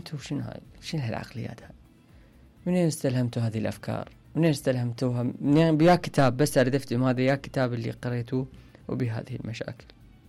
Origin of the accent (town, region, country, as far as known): Iraq